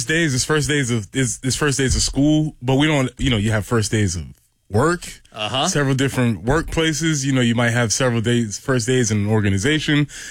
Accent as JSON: {"language": "English", "region": "South Carolina", "country": "United States", "tie": "born or raised there", "said": "Now, I grew up in South Carolina, but it wasn't necessarily the thing that was in my house."}